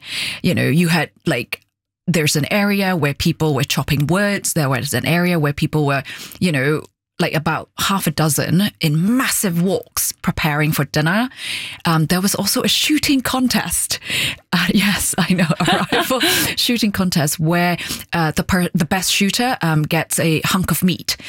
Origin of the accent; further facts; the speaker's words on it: Yangon, Yangon Region, Myanmar; And I was born and raised in Yangon, Rangoon, right? And I went through the education system.